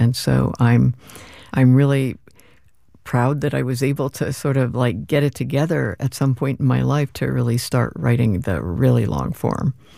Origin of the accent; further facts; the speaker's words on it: New Jersey, United States; If I did that, I'd be back in New Jersey.